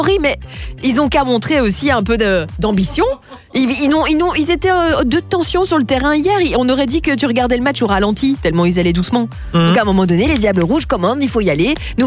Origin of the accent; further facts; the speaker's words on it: Charleroi, Wallonia, Belgium; born there; Je suis franco-belge, enfin je suis belge, je suis née en Belgique à Charleroi, mais mon père est français.